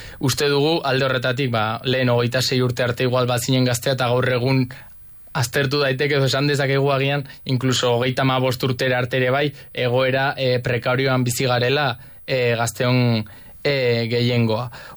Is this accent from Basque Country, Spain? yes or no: no; Navarre, Spain